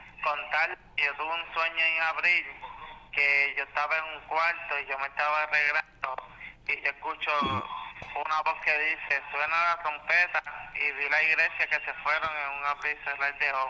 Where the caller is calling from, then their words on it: Toa Baja, Puerto Rico; Gracias, Campanilla, Tua Baja.